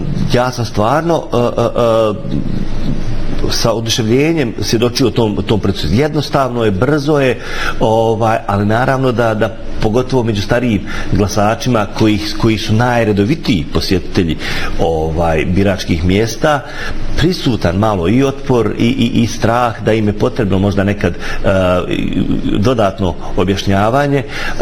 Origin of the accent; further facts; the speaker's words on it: Federation of Bosnia and Herzegovina, Bosnia & Herzegovina; kao Bošnjak iz Unsko-sanskog kantona u 30 godina nakon rata u Unsko-sanskom kantonu se ni za šta nisu pitali ni Dodik, ni Čović